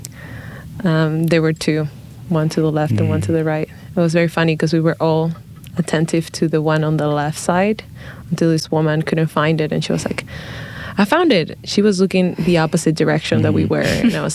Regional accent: Dominican Republic; moved away; I'm from Dominican Republic. We don't have cardinals there.

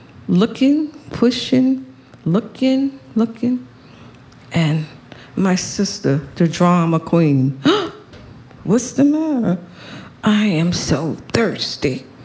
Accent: Savannah, Georgia, United States; born or raised there

